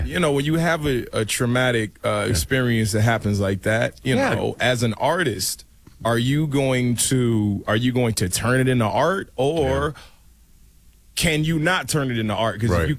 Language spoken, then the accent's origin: English; Virginia, United States; I'm from Virginia, man. Yeah. I've always been taught the etiquette of getting pulled over by a police officer, you know what I'm saying?